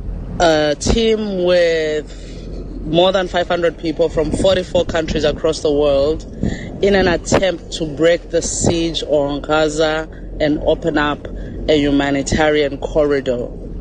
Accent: South Africa; I'm a South African writer and I am on the Global Sumo Flotilla.

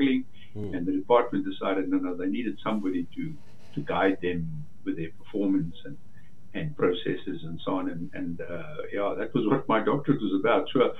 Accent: Nakuru, Rift Valley, Kenya; born there; I was born in Kenya, which is in East Africa. Yeah, so I was born in a little dorpie called Nakuru

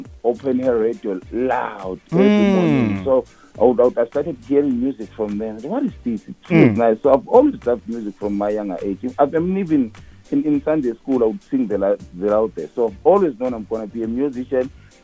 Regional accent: Durban, KwaZulu-Natal, South Africa; also born or lived in Melmoth, KwaZulu-Natal; now in Johannesburg, South Africa; I grew up in Durban, and then I came here in Joburg.

